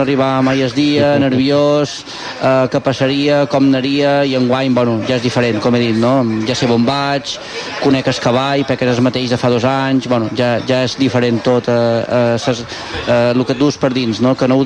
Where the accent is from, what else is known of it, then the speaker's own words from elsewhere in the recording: Sant Lluís, Balearic Islands, Spain; soc molt de, sempre ho dic, soc molt de Sant Lluís